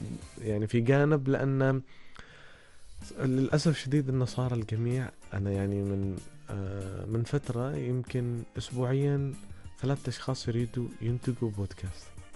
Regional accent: Oman; عندنا في عمان

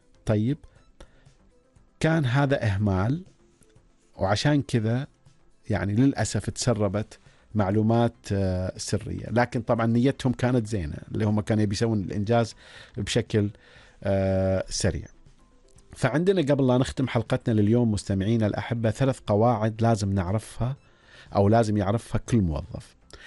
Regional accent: Oman; والله يعود الأيام الجميلة هذه على بلدنا عمان بالخير،

